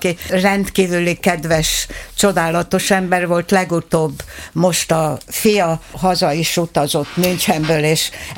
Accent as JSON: {"language": "Hungarian", "town": "Kunágota", "region": "Békés", "country": "Hungary", "tie": "born there", "said": "ebben megjelentettem a szülőfalumat, Kunágotát, és apukám szülőfaluját, Dombiratost."}